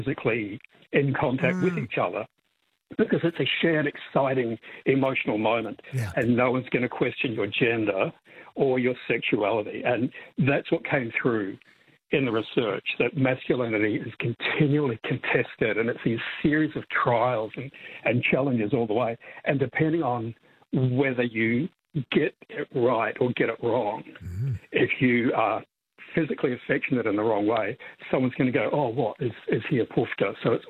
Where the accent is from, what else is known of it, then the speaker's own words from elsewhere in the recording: Ireland; my family are chronic huggers, which is weird because we're Irish.